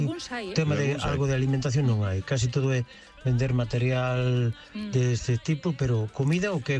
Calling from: Narón, Galicia, Spain; de Narón.

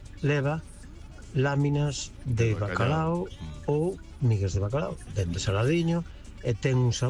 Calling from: Narón, Galicia, Spain; Hola, bos días … de Narón.

